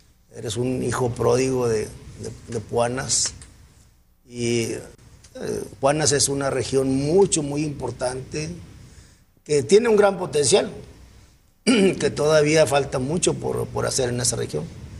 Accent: Coahuila, Mexico; moved away as an adult; also born or lived in Aguascalientes; now in Durango, Mexico; yo venía de Aguascalientes. Aunque yo no soy de Aguascalientes, yo estaba trabajando en Aguascalientes, yo soy de Coahuila.

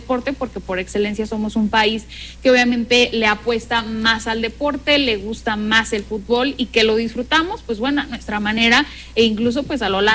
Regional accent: Mexico; esta unión que tenemos como mexicanos en este mundial

